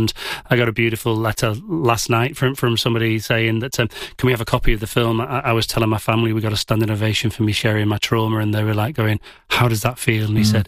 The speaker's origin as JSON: {"language": "English", "region": "England", "country": "United Kingdom", "said": "And as an Englishman, not that successful."}